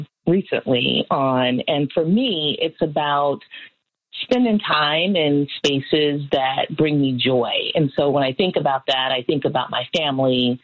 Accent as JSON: {"language": "English", "town": "Hempstead", "region": "New York", "country": "United States", "tie": "born or raised there", "also_born_or_lived": "Freeport", "said": "I am from Long Island, New York. And grew up in Nassau County, which I'm proud to say I'm from both Hempstead and Freeport, which is always a debate for my family, on Long Island."}